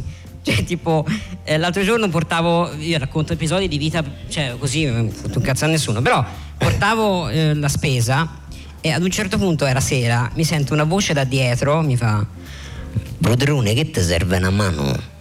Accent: Lucca, Tuscany, Italy; now in Rome, Italy; di dove sei? Dice: Lucca.

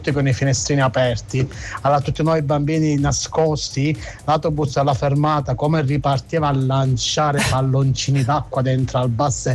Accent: Palermo, Sicily, Italy; io mi ricordo da bambino per Ferragosto a Palermo

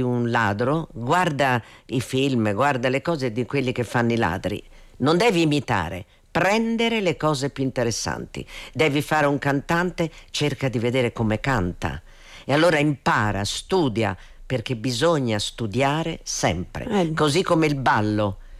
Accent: Florence, Tuscany, Italy; born there; io da fiorentina, sì, perché sono fiorentina, lo devo dire, perché papà fiorentino, sono nata a Firenze, però sono orgogliosa di aver avuto la mamma siciliana.

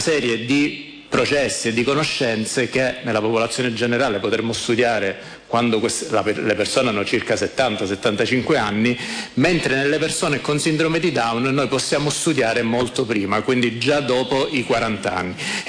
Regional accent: Calabria, Italy; Io sono calabrese

